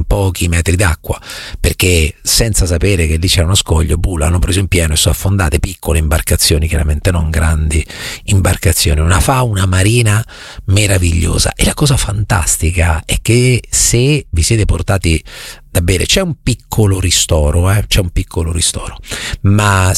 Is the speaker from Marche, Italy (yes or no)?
yes; Marche, Italy; Quando parlo della mia terra ne parlo con grande amore e con grande trasporto.